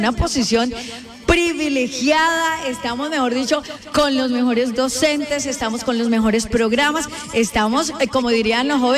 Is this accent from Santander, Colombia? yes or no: yes; Santander, Colombia; Como santandereanos estamos felices